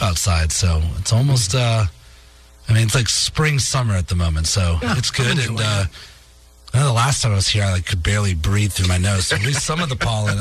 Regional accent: Massachusetts, United States; born or raised there

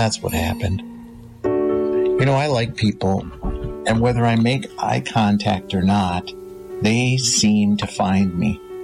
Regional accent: Saint Paul, Minnesota, United States; "No, I'm from the Twin Cities in St. Pa

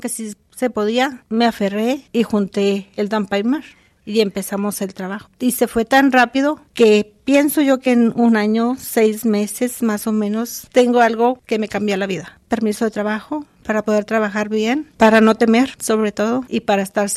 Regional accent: Namiquipa, Chihuahua, Mexico; Soy del estado de Chihuahua, pero nací en el municipio de Santa Clara, Namiquipa.

